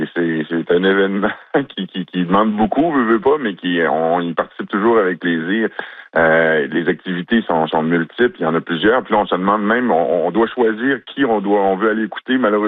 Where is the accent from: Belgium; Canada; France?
Canada; Quebec; Puis, les gens ici aux îles, ça ressemble un peu à chez nous, au Lac-Saint-Jean.